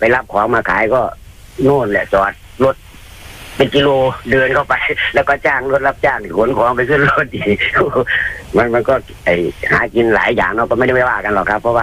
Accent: Bangkok, Thailand; ผมโตที่กรุงเทพครับผมคนบ้านนอกก็จริงแต่ผมไปเรียนตัดเย็บนี่ผมไปโตที่สามย่านครับ

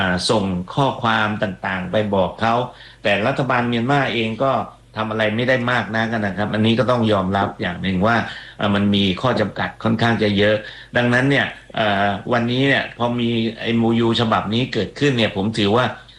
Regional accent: Chiang Rai, Thailand; ผมโตในจังหวัดเชียงราย

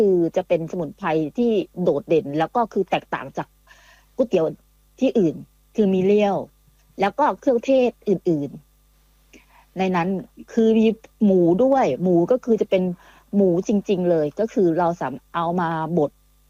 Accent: Chanthaburi, Thailand; เราเป็นคนจันทบุรีอยู่แล้ว

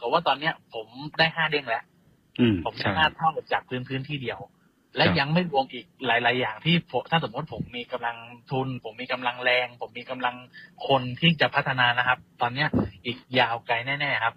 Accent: Chumphon, Thailand; ผมเป็นคนชุมพรคนนึงที่เราอยู่ในยุคที่ผ่านพ้นเรื่องราวทั้งหมดมาแล้ว

